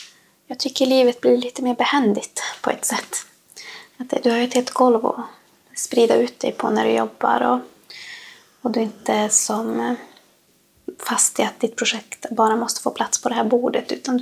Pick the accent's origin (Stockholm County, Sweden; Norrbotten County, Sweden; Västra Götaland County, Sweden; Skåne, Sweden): Norrbotten County, Sweden; Lannavaara; now in Vittangi, Sweden; Jag bor i Vittangi. Men jag kommer ju från Lannavaara. Uppväxt i Saribomma sameby.